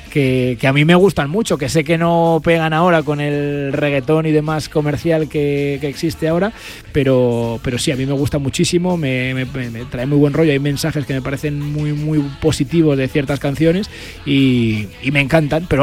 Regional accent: Espierdo, Castile and León, Spain; parada en Segovia, en mi pueblo, se llama Espierdo, que es maravilloso

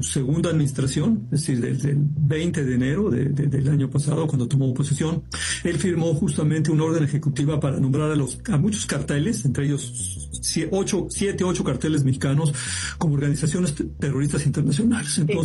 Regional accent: Mexico; now in United States; que migramos aquí, que venimos a trabajar acá o venimos a lo que sea, pero que nacimos en México y emigramos a los Estados Unidos.

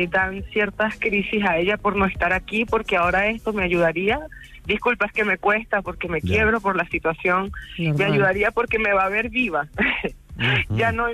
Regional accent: Caracas, Capital District, Venezuela; Somos venezolanas, yo estoy aquí en Caracas, Madrid.

